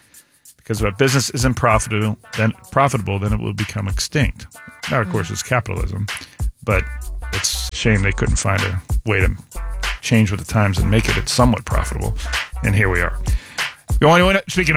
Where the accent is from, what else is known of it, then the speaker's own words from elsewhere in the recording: Ohio, United States; moved away; Ohio, my native state.